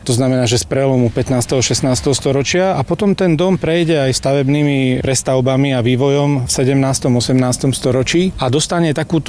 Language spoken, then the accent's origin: Slovak; Bardejov, Prešov Region, Slovakia